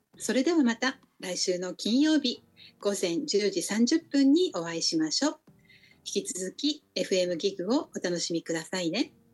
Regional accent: Hokkaido, Japan; moved away as an adult; now in Nagano Prefecture, Japan; 私が日本に生まれてきて、で北海道に生まれ育ち、そして、晩年は、長野県に住んでっていうことを考えるとね、

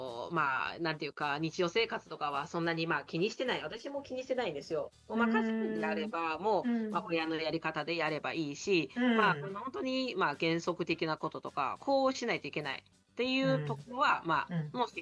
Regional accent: Zhangjiakou, Hebei, China; Japanese is a second language; moved away as an adult; now in Japan; 私の出身は中国の北の方ですので、

